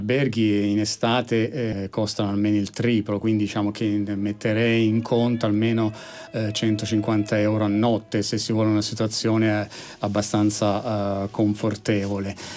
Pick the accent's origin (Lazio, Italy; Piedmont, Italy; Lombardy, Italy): Lazio, Italy; Rome; per noi che siamo romani